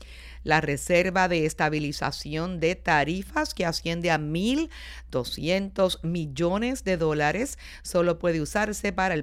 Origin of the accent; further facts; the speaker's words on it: Puerto Rico; somos una isla caribeña donde el sol es gratis.